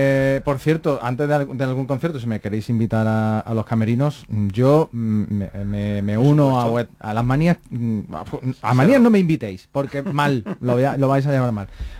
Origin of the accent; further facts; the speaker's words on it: Baeza, Andalusia, Spain; A ver si volvéis a mi pueblo